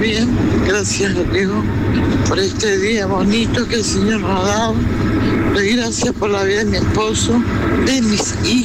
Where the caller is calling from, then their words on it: San Martín, Argentina; de San Martín.